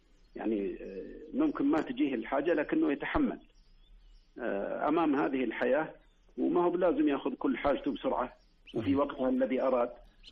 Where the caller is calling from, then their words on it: Bisha, Asir, Saudi Arabia